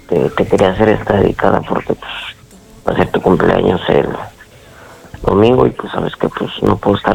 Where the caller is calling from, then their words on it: Campeche, Mexico; Ahorita ando en en el estado de Campeche.